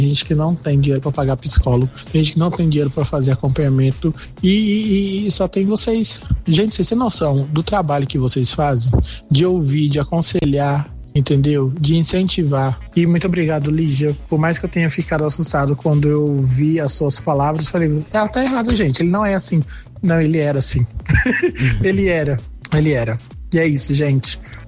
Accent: Espírito Santo, Brazil; moved away as an adult; now in Portugal; Na verdade, eu sou do Espírito Santo. Morei, eu vivo aqui na terra do bacalhau.

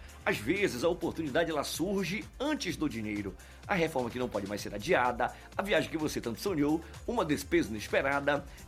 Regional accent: Brazil; sou brasileiro

